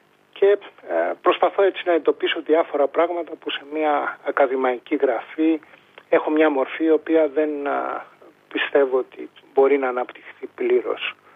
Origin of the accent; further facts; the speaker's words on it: Thessaloniki, Central Macedonia, Greece; μεγάλωσα στη Θεσσαλονίκη